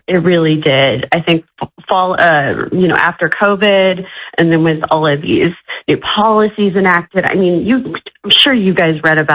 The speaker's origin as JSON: {"language": "English", "town": "Kansas City", "country": "United States", "moved": "yes", "lives_now": "San Francisco Bay Area, United States", "said": "I'm originally from the Heartland. I'm originally from Kansas City."}